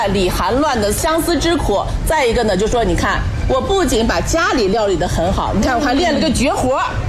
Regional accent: Shanxi, China; 对，在我们山西人要外出的时候，比如说走西口了，比如说那个大槐树的迁移了，他们的行囊中呢必定会放两样东西

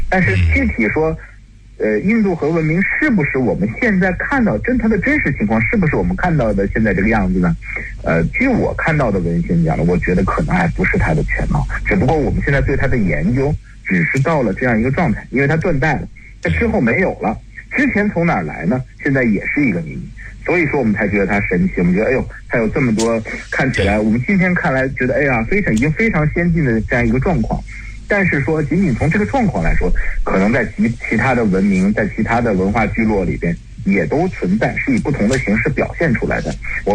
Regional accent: Xi'an, Shaanxi, China; 我的老家西安半坡，它是仰韶文化的聚落嘛

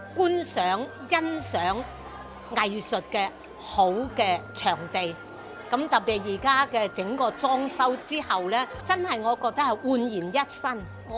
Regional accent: Guangzhou, Guangdong, China; 因為海珠大戲院咧，亦都係我哋廣州人 我哋廣東人即係睇大戲嘅一個好重要嘅地方

